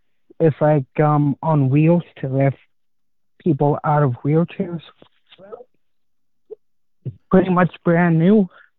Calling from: Langley, British Columbia, Canada; Calling from the Langley area.

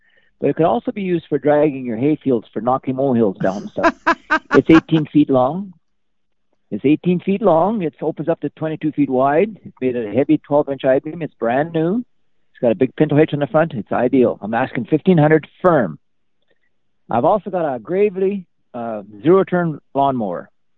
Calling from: Manitoba, Canada; A Portage area.

